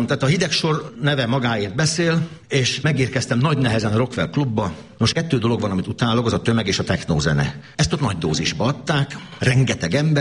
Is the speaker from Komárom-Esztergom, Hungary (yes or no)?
yes; Esztergom, Komárom-Esztergom, Hungary; born there; also born or lived in Zalaegerszeg / Kecskemét; now in Miskolc, Hungary; mert én ugye Esztergomban születtem, az egy jóval kisebb város, mint Miskolc, aztán az Zalaegerszegen, Kecskeméten dolgoztam